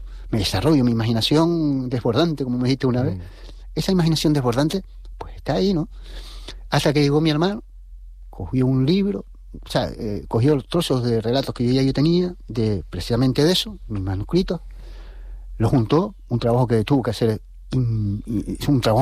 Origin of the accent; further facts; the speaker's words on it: La Orotava, Canary Islands, Spain; yo me crié en la Orotava, entre la Barriada de Antonio y el Casco.